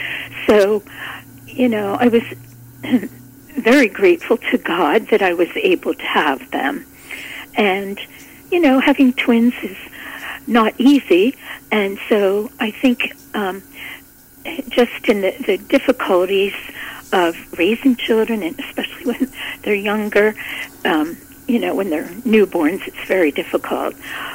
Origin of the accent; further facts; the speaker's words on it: Philadelphia, Pennsylvania, United States; I am from the Philadelphia area, and my parents are both from, well, now both of them gone, but my parents are from the Philadelphia area